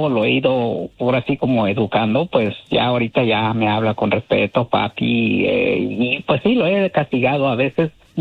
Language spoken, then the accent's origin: Spanish; Honduras; Somos las hondureñas, así somos, hablamos, sí